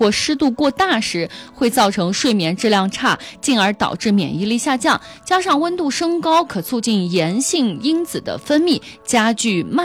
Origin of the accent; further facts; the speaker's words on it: Yunnan, China; 因为像我们南方人可能不太像我们云南人不太习惯睡凉席